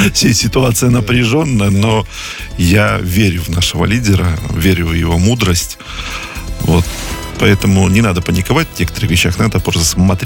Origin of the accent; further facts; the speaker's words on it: Vitebsk Region, Belarus; Ну, я сам родом из Витебской области.